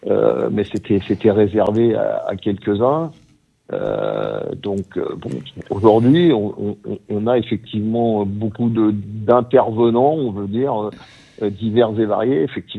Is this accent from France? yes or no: yes; Île-de-France, France; je connais très bien le Val-d'Oise, puisque je suis originaire moi-même du Val-d'Oise. Donc, j'ai joué dans les clubs de la région, Cosmo de Taverny, Saint-Prix, Hermonde